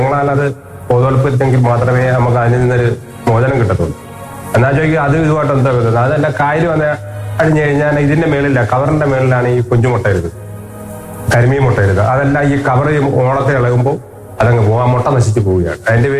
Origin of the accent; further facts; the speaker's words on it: Kochuthuruthu, Kerala, India; ഞാൻ ഈ കൊച്ചുതുരുത്തില് ജനിച്ചു വളർന്നതാണ്. ഞാൻ 1973 ജനിച്ചതാണ്.